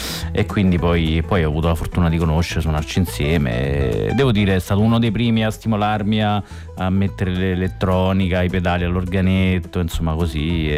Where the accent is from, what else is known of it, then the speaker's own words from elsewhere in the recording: Coreno Ausonio, Lazio, Italy; Io suonavo l'organetto nel mio paese e poi ho sentato i primi dischi. Il mio paese si chiama Corena Ausonio, in provincia di Frosinone, Basso, sì, Lazio